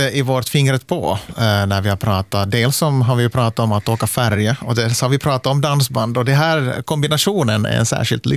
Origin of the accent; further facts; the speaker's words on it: Ostrobothnia, Finland; det kan ju hända att det beror på att jag är från Österbotten